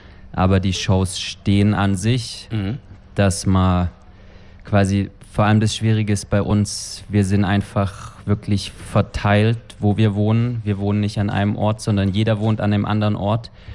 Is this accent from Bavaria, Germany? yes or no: no; Itlingen, Baden-Württemberg, Germany; Also ich sag mal so, ich bin im Dorf aufgewachsen.